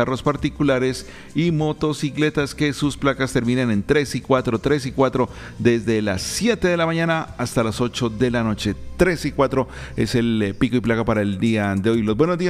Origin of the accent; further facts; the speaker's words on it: Popayán, Cauca, Colombia; Para los que somos de Popayán, 26 grados ya nos hace calor